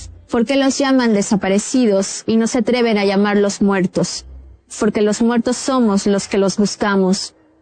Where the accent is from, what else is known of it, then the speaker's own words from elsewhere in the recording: Mexico; soy escritora mexicana